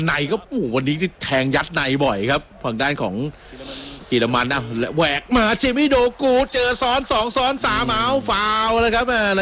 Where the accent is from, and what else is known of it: Bangkok, Thailand; now in Samut Prakan, Thailand